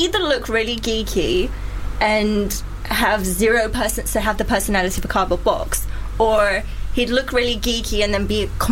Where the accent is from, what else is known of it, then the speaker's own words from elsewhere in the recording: South Africa; moved away; I'm from South Africa.